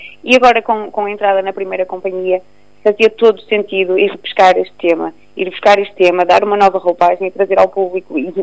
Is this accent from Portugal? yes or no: yes; Minho, Portugal; as minhas raízes, como minhota que sou